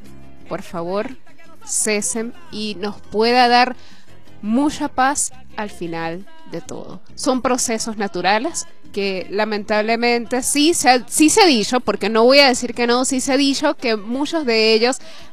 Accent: Venezuela; se ha robado los corazones de nosotros los venezolanos

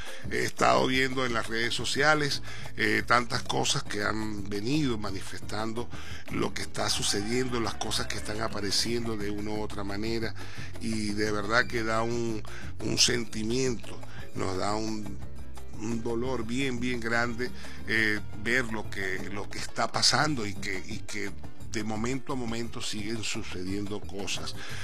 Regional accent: Venezuela; ese dolor, como venezolanos que somos.

